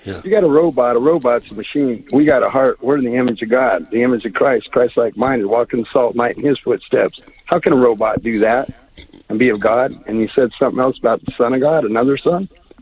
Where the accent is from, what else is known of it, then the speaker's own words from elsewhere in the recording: Las Vegas, Nevada, United States; now in San Diego, United States; So, I've been here 53 years in San Diego. I grew up in Vegas, born in '60, so I'm 66.